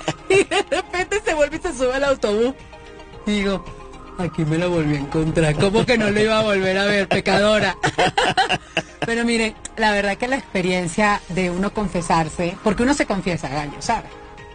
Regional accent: Venezuela; Bueno, eso se lo digo yo porque soy venezolana, ¿verdad?

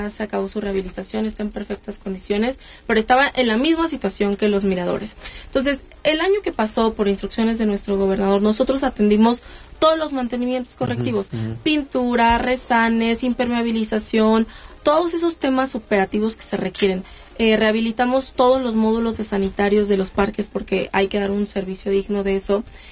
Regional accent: Puebla, Mexico; hay que difundir esto como poblanos, porque de verdad esto es importante para nuestro estado.

